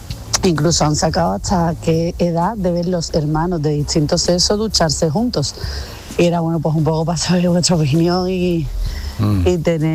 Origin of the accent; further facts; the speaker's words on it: Seville, Andalusia, Spain; Hola, pues … de Sevilla.